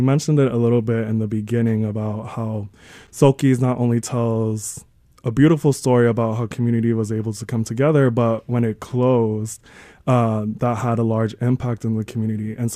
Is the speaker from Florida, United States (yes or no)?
yes; Florida, United States; now in Kansas City, United States; I'm not from Kansas City. I moved here in 2021. I'm actually from Florida, and I went to college in Hoboken, New Jersey. And I moved here for a job opportunity in 2021.